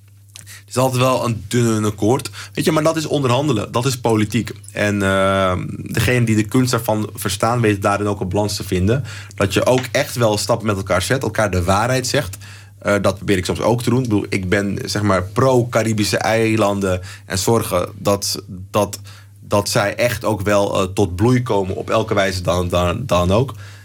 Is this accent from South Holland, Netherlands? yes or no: no; Amsterdam, North Holland, Netherlands; born or raised there